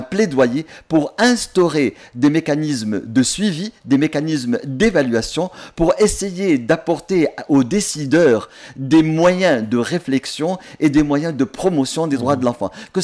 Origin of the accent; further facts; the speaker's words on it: Tunisia; c'est pas parce que je suis tunisien